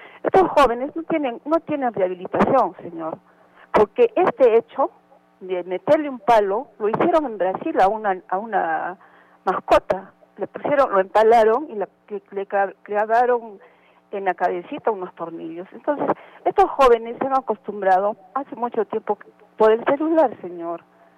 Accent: Peru; Todos somos peruanos.

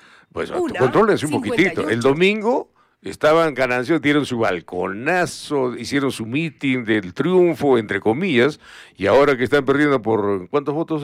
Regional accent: Arequipa, Peru; Somos arequipeños, vivimos, trabajamos, madrugamos, sentimos frío

